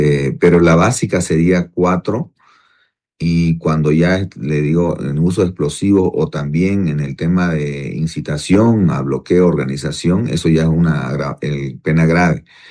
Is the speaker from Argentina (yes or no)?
no; Bolivia; la lógica de la ley es que nuestro razonamiento, nuestra cultura como bolivianos cambie